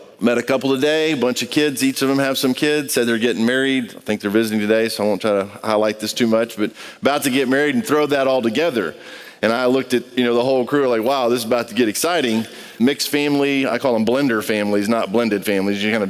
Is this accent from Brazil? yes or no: yes; Brazil; I grew up in Brazil, so that's coffee.